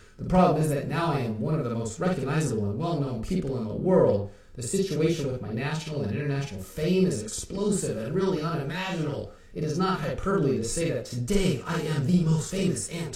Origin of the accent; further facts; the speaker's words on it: Napa Valley, California, United States; I'm from Napa Valley, the wine country. Yes, born and raised with … in the 70s and 80s